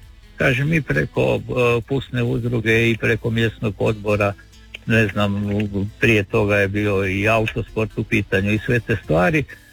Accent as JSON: {"language": "Croatian", "town": "Čabar", "region": "Primorje-Gorski Kotar County", "country": "Croatia", "tie": "born or raised there", "said": "Ja sam rođen u Čabru, živim u Čabru, evo, jednostavno u mojim godinama više ne planiram da ću bilo gdje drugdje otići. Znači, obitelj, djeca, svi smo nekako vezani u Čabar"}